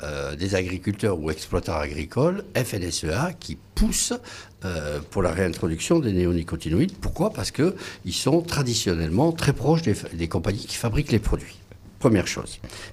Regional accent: Landes, Nouvelle-Aquitaine, France; moved away; moi je viens des Landes, les Landes en bas à gauche sur la carte de France.

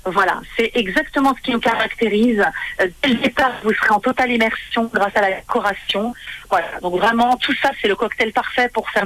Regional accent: Lyon, Auvergne-Rhône-Alpes, France; en région lyonnaise, parce que moi je suis de Lyon, je suis lyonnaise.

